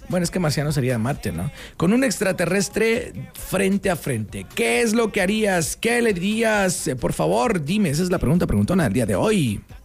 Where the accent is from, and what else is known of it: Mexico